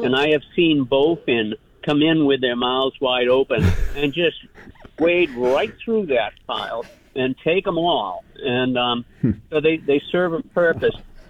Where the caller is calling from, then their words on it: Killington, Vermont, United States; Hi, I'm from Killington, but I have a home up on Lake Champlain off of the west shore of Isle of Mott.